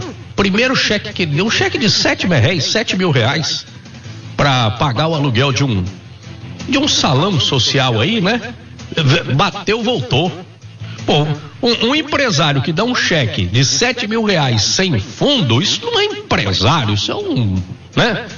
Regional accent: Minas Gerais, Brazil; eu sou mineiro, mineiro é desconfiado

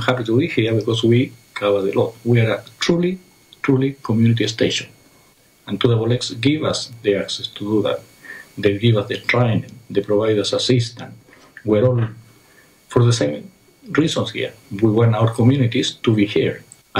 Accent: Chile; English is a second language; moved away as an adult; now in Canberra, Australia; I'm a refugee from Chile, actually. And I was doing a rally on my own in Civic with a flag and talking about the dictatorship in my country of origin. I was talking in Spanish because I couldn't speak English at that time.

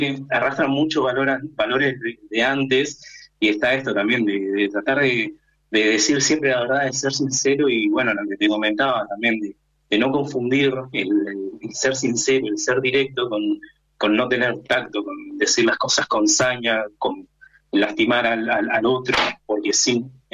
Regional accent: Chos Malal, Neuquén, Argentina; now in Alto Valle, Argentina; De donde yo vengo, Chosmalal, es un clima bastante seco, está ahí al pie de la cordillera, es un frío seco. En cambio, acá que me vine al Alto Valle, Río Negrino, se nota mucho el cambio de clima, mucha humedad.

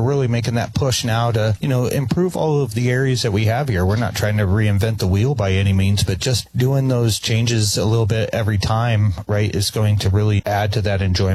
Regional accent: Arvada, Colorado, United States; moved away as an adult; now in Omaha, United States; I was born and raised in Arvada, Colorado. So I was a native there all the way until I was 19

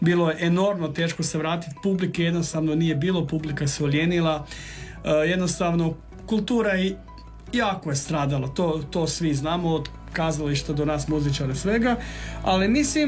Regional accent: Koprivnica, Koprivnica-Križevci County, Croatia; Ja sam rodom iz Podravine, iz Vrnjaka i Koprivnice, vidimo u Koprivnici non stop se nešto dešava.

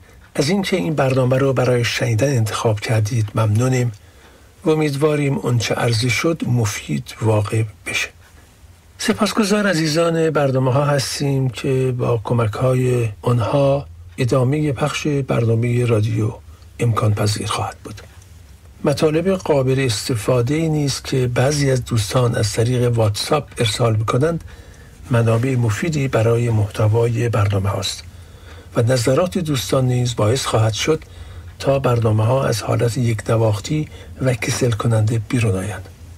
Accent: Iran; ما همه ایرانی هستیم

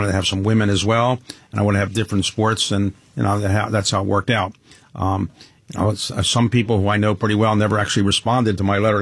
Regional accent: Baltimore, Maryland, United States; Yes, I grew up in Baltimore.

